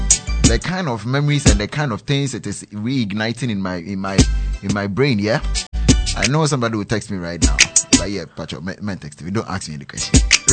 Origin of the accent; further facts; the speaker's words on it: Ghana